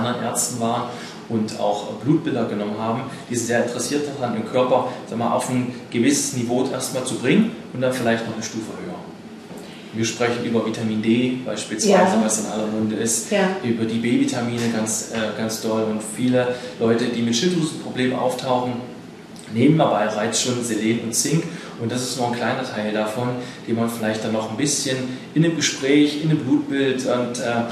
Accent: Halle, Saxony-Anhalt, Germany; Ich komme aus Halle und hatte halt in dem Umkreis geschaut, was ist so halbe Stunde bis 40 Minuten von meinem Wohnort entfernt.

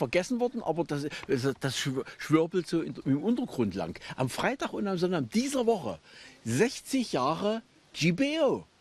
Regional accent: Merseburg, Saxony-Anhalt, Germany; ich bin ja hier in Merseburg zur Schule gegangen, in der Döcherschule.

